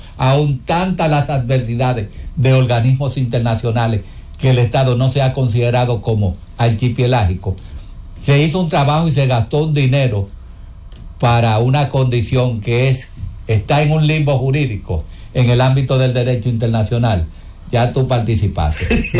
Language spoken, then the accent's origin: Spanish; Dominican Republic